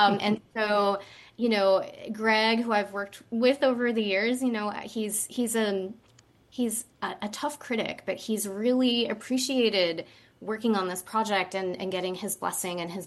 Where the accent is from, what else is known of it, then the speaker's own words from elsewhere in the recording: Staten Island, New York, United States; I've been at Snug Harbor for 11 years and I'm from Staten Island.